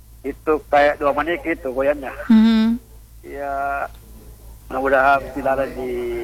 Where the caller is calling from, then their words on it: Makassar, South Sulawesi, Indonesia; di Makassar.